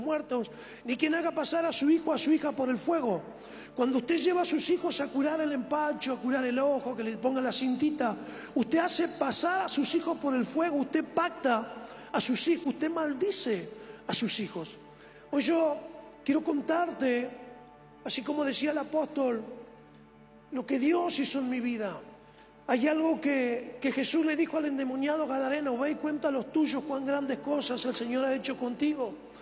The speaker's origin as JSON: {"language": "Spanish", "town": "Centenario", "region": "Neuquén", "country": "Argentina", "tie": "born or raised there", "said": "yo soy nacido en Centenario, allí en Neuquén, provincia de Neuquén."}